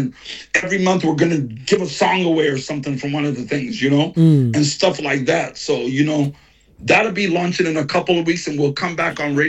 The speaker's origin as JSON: {"language": "English", "town": "Kumasi", "region": "Ashanti", "country": "Ghana", "tie": "born or raised there", "said": "And shout out to Osei Chrome, Kumasi, that's right, and my hometown, Bantama, shout out to all of them."}